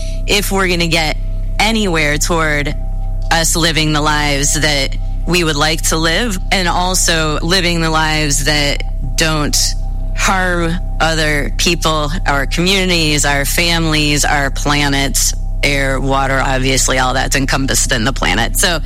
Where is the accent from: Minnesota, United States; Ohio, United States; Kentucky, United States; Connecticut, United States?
Ohio, United States; now in Madison, Wisconsin, United States; I am in Madison, Wisconsin. So I grew up in Ohio, and I guess I was sort of in a regular white middle class family